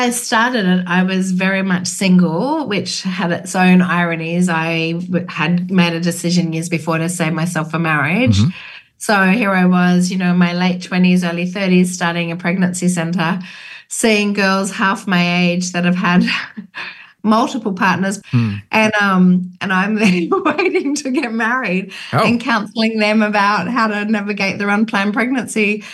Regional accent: Sydney, New South Wales, Australia; So I was born in Sydney in the Royal Women's Hospital and then raised in kind of the outskirts suburbs of Sydney.

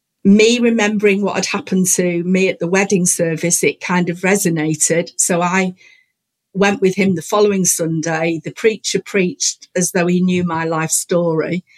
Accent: Bromley, London, United Kingdom; also born or lived in Manchester; Well, I was born in Manchester. So for the first 5 years, I was raised in Manchester, and then my dad got a job in computing, probably one of the first ever computers that was built. He worked on in London. So our family moved to Bromley in Kent

